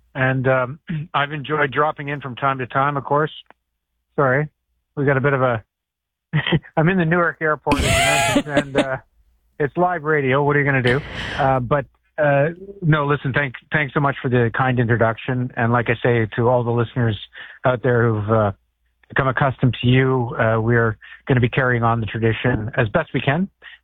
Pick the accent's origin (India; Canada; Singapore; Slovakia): Canada; Toronto, Ontario; moved away as an adult; also born or lived in Alberta / United States; I grew up in Toronto. I've covered politics in three provinces, including Alberta. I spent 8 years in Alberta and spent time in the United States for CTV National News.